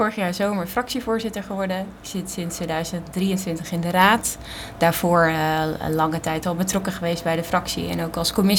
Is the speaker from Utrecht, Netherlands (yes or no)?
yes; Montfoort, Utrecht, Netherlands; Ik ben geboren en getogen in Montfort. Ik kom uit een echte ondernemersfamilie.